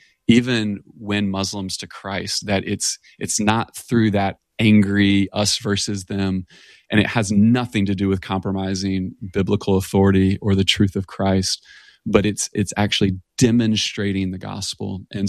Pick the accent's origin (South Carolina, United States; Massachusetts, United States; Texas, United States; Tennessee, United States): Tennessee, United States; I'm from Tennessee, so I can feel where you are there in Chattanooga. My dad's side of the family is up the road in Shelbyville.